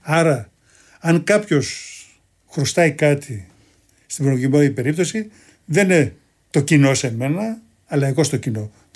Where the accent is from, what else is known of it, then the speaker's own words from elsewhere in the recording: Kymi, Central Greece, Greece; Έτσι το λέμε στην πατρίδα μου στην Κίμη.